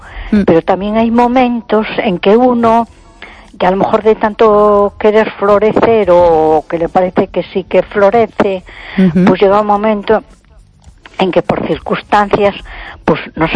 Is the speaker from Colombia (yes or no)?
no; A Coruña, Galicia, Spain